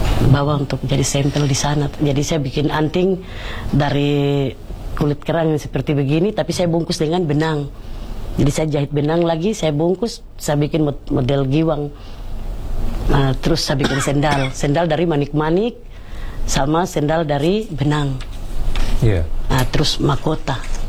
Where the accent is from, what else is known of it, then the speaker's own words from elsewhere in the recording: Papua, Indonesia; now in Sorong, Indonesia; kami orang Papua